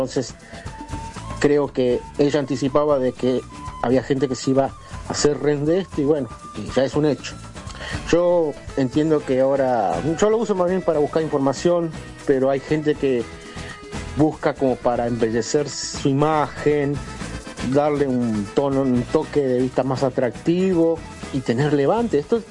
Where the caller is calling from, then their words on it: José C. Paz, Buenos Aires Province, Argentina; de José Paz